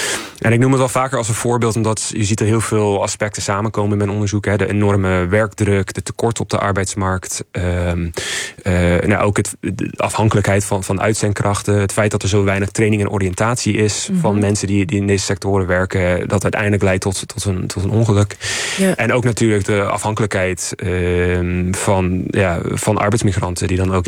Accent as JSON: {"language": "Dutch", "country": "Canada", "second_language": "Dutch", "said": "ik kom oorspronkelijk uit Canada."}